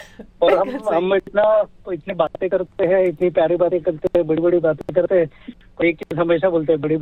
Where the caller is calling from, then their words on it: Mumbai, Maharashtra, India; मैं बॉम्बे से हूँ.